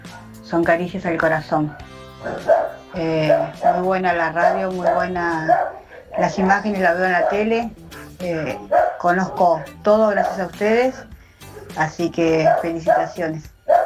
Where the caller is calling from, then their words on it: Moreno, Buenos Aires Province, Argentina; de Moreno.